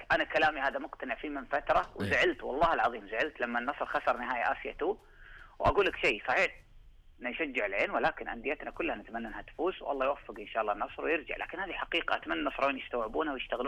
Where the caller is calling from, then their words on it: Saudi Arabia; انا سعودي